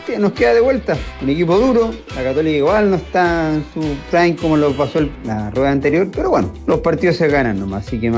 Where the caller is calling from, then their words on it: Villa Alemana, Valparaíso, Chile; de Villalemana.